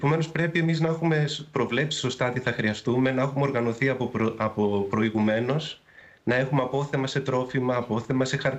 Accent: Karditsa, Thessaly, Greece; moved away; Εγώ είμαι από Καρδίτσα.

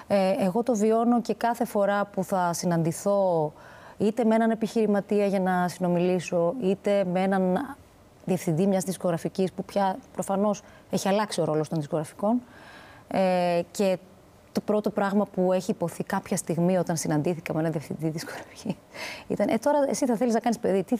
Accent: Thessaloniki, Central Macedonia, Greece; now in Athens, Greece; Τη Θεσσαλονίκη δεν το συζητώ, είναι η ψυχή μου, η πατρίδα μου, εκεί επιστρέφω πάντα και εκεί θα επιστρέφω πάντα.

